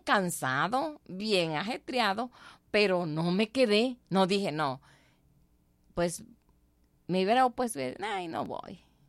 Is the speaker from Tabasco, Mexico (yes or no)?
yes; Tabasco, Mexico; como buena tabasqueña, me gustan mucho los tamales tabasqueños